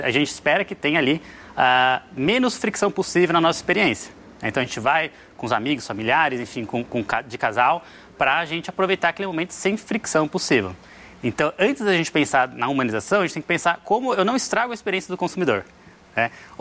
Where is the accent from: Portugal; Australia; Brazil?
Brazil; Bragança Paulista, São Paulo; moved away as an adult; also born or lived in Sorocaba; Então eu nasci e cresci em restaurante, meus pais tinham restaurante, meus tios tinham restaurante lá em Bragança Paulista, cidade do interior. E me mudei de Bragança para Sorocaba para fazer faculdade de engenharia mecatrônica.